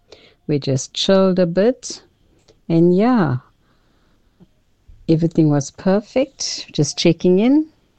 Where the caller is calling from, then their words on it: South Africa; from Poshepson.